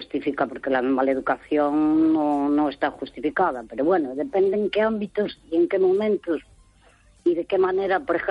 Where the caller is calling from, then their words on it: Santiago de Compostela, Galicia, Spain; de Santiago.